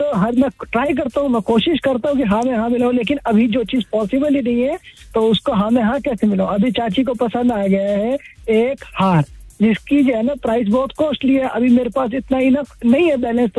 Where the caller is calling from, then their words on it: North India, India; मैं north Indian हूँ